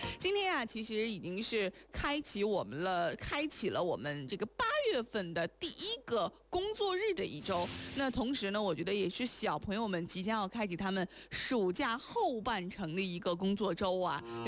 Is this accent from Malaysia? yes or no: no; China; moved away; 这一次他的这个旅行目的地打算要去到这个我的家乡的时候